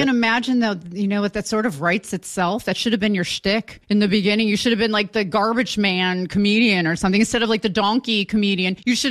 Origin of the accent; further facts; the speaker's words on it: New Jersey, United States; I'm down, though, in the middle of the part of Jersey no one believes exists. I'm southern New Jersey, kind of near like Gloucester County.